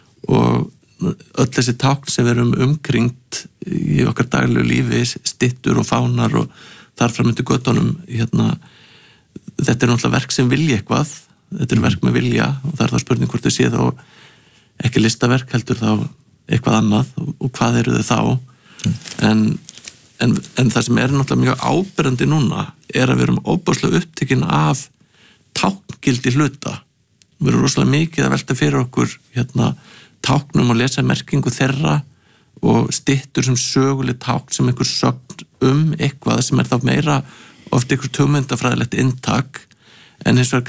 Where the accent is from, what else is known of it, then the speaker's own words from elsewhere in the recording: Hafnarfjörður, Capital Region, Iceland; ég er úr Hafnarfirði og ég manna að spennan í kringu 17. júni var að fara á kvöldskemmtunum